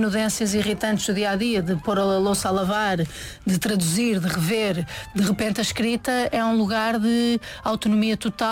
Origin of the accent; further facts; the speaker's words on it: Vizela, Norte, Portugal; Sou de Vizela, exatamente.